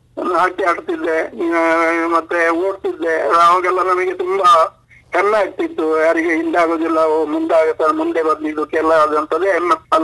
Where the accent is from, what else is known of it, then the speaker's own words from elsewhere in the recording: Karnataka, India; also born or lived in Hyderabad; ನಾನು ಕಾಲೂರವನು